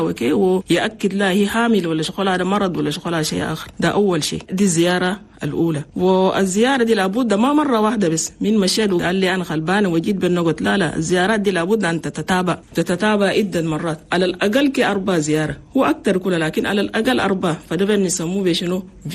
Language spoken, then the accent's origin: Arabic; Chad; لأننا نحن عندنا في تشاد نسبة موت عن الأمهات